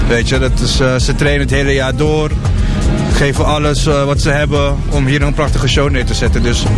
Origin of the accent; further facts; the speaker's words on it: Rotterdam, South Holland, Netherlands; sinds ik het ken, of we hier wonen en ik ben hier geboren getogen, zijn de brassbands altijd een onderdeel geweest van de Rotterdamse stad